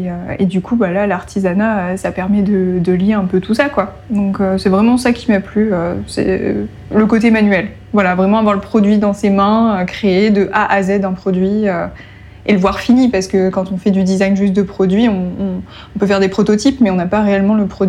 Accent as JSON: {"language": "French", "region": "Grand Est", "country": "France", "said": "je voulais faire ça parce qu'à la base, j'étais proche du Luxembourg. Donc, je m'étais dit, si jamais ça ne fonctionne pas ici, bah, je retournerai peut-être en Lorraine et je pourrais bosser au Luxembourg en tant qu'opto."}